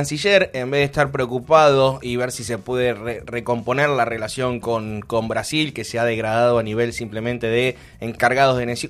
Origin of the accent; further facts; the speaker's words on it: Argentina; Estamos muy mal acostumbrados los argentinos.